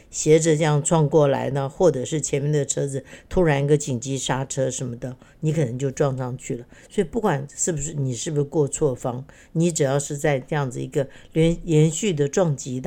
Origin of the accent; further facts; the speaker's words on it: Keelung, Taiwan; 我小时候是住在基隆哈，啊，基隆是个港口。那因为我要搭公车上下学哈，因为我小学的时候就从乡下进城去念书了